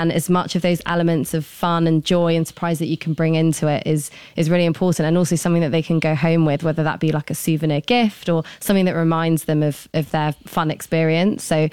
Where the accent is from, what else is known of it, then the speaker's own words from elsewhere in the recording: London, United Kingdom; moved away as an adult; now in Singapore; I'm half Singaporean. Uh-huh. My mother's from Singapore, and I was born and raised in London.